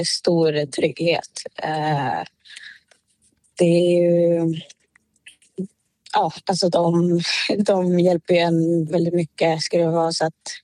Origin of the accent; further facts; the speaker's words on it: Umeå, Västerbotten County, Sweden; moved away as an adult; now in Manchester, United Kingdom; Umeå ligger väldigt nära hjärtat om mig, så att ja, det betyder väldigt mycket att även kunna representera där jag växte upp